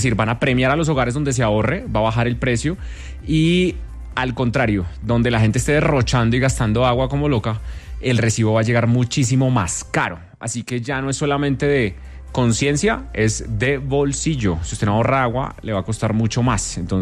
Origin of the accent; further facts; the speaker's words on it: Colombia; nos pone a nosotros a revisarnos como colombianos